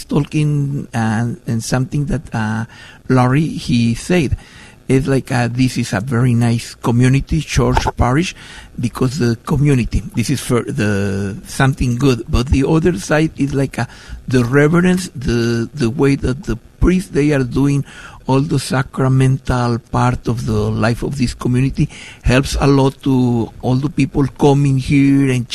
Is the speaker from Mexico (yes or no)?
yes; Mexico; moved away as an adult; I come from Mexico. So in Mexico, I was a medical doctor in Mexico